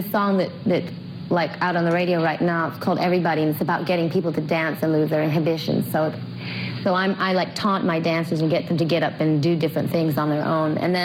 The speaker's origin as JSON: {"language": "English", "town": "Detroit", "region": "Michigan", "country": "United States", "said": "I'm from Detroit and I'm 21."}